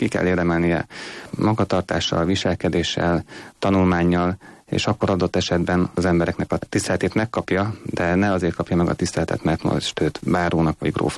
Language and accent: Hungarian; Hungary; born there; Én 72-ben születtem, úgyhogy én már tulajdonképpen az itteni közös létüknek a gyümölcse vagyok.